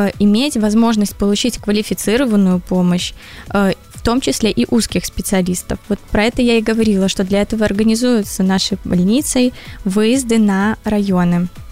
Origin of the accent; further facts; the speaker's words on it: Mogilev, Mogilev Region, Belarus; moved away as an adult; так как я сама из Могилева и приехала сюда по распределению